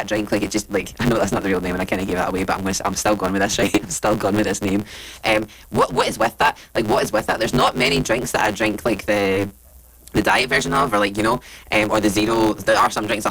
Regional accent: Hamilton, Scotland, United Kingdom; so I grew up in Hamilton, in South Lanarkshire, and we were heading on down

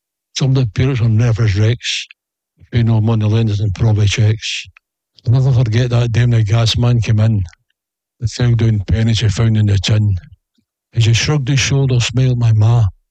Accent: Scotland, United Kingdom; And although I'm not into politics or anything like that, I'm Scottish. Although my dad was Irish, you know, he came from Sligo.

